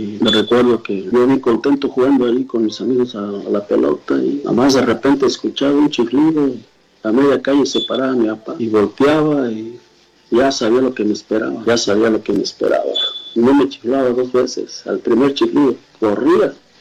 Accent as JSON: {"language": "Spanish", "town": "Valtierrilla", "region": "Guanajuato", "country": "Mexico", "tie": "born or raised there", "moved": "yes", "lives_now": "Houston, United States", "said": "Soy originario de Valtierrilla, Guanajuato, pero estoy viviendo aquí en Houston, Texas, de la comunidad de Houston, Texas."}